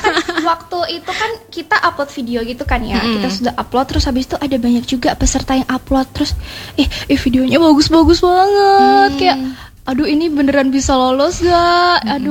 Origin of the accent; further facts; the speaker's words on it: East Nusa Tenggara, Indonesia; sebagai remaja yang tumbuh dan besar di Nusa Tenggara Timur